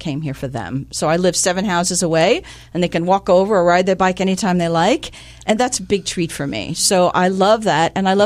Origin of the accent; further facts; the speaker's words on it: New York City, New York, United States; now in Springfield, United States; Born and raised, sir. Yep, 10 of us in a 3-bedroom apartment.